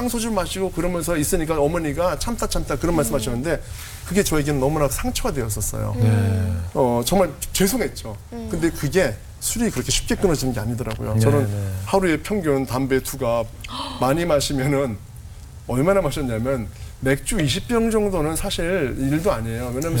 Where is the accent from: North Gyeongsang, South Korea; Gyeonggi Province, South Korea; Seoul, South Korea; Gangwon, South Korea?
Seoul, South Korea; 제가 자란 곳이 태어난 곳이 청량리예요.